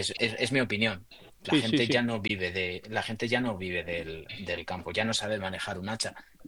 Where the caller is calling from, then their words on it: Guadalajara, Castilla-La Mancha, Spain; Yo soy de Guadalajara, además mi pueblo estaba muy cerca del incendio de la Mierla, de Cogolludo.